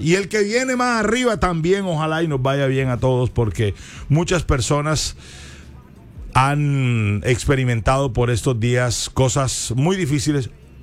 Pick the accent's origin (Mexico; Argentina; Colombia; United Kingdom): Colombia; ahora a nosotros, a todos como colombianos, a todos, nos